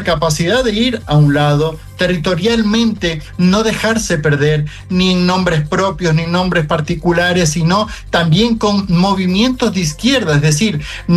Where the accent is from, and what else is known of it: Ecuador